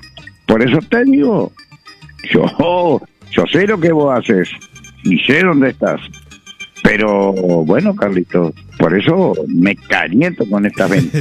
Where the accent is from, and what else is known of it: Uruguay